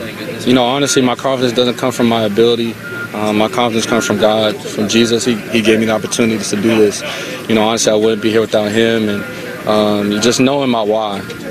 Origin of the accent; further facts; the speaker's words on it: Dallas, Texas, United States; I mean, I grew up in Dallas, Texas. I went to Allen.